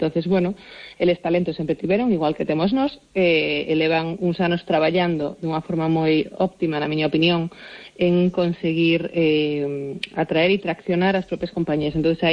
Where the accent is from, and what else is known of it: Galicia, Spain